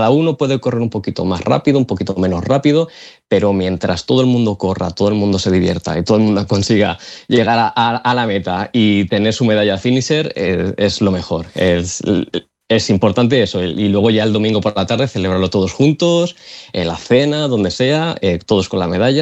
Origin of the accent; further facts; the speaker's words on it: Valencia, Valencian Community, Spain; nosotros somos de Valencia